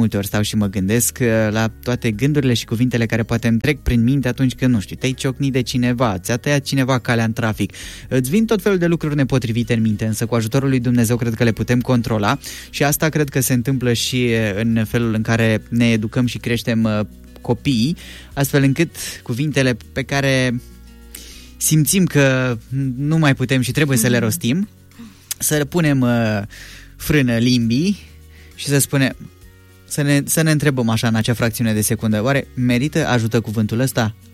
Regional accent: Romania; români până la urmă.

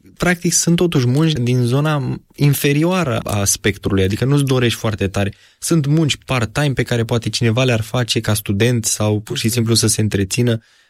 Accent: Romania

